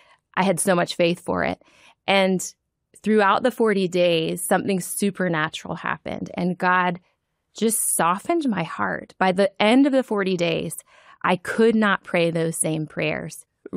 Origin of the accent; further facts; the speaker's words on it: Virginia Beach, Virginia, United States; So I'm from Virginia Beach, where Regent is.